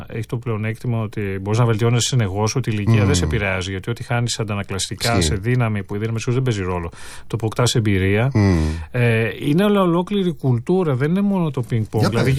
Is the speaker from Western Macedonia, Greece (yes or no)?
no; Athens, Attica, Greece; also born or lived in Paris; Εγώ έχω γεννηθεί στην Κυψέλη. Έζησα όλα τα πρώτα παιδικά μου χρόνια σχεδόν μέχρι το τέλος της δεκαετίας του 70 εκεί. Με ένα διάλειμμα ενός χρόνου στο Παρίσι που πήγαμε επί Χούντας, λίγο πριν πέσει η Χούντα και επιστρέψαμε μετά.